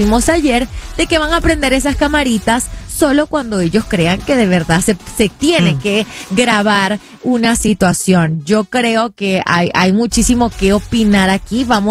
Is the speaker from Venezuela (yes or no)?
yes; Venezuela; Como saben, yo soy venezolana